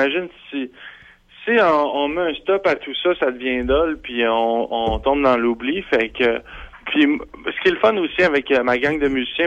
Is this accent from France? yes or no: no; Lebel-sur-Quévillon, Quebec, Canada; quand j'étais jeune, moi, j'habitais à Lebel-sur-Quivillon.